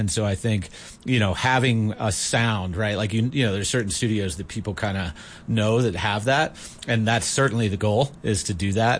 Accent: United States; moved away as an adult; now in Iceland; I'm an American who literally had never been to Iceland before.

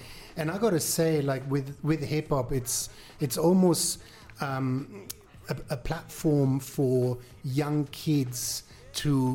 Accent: Paris, Île-de-France, France; I remember growing up in Paris, hip hop was the biggest part of my life.

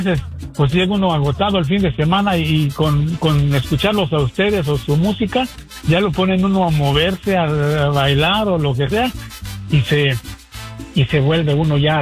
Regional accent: Mexico; Porque yo soy mexicano.

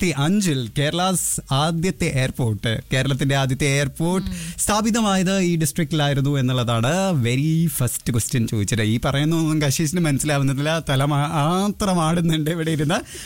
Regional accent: Thiruvananthapuram, Kerala, India; Proud to be a Trivandra. Trivian.

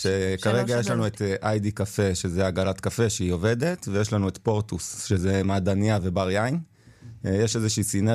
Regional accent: Northern District, Israel; moved away as an adult; also born or lived in Netanya; אני גדלתי במשגב את כל הילדות שלי, ולפני 7 שנים, כמובן שסיימתי את הצבא, עברתי למרכז כמו כולם

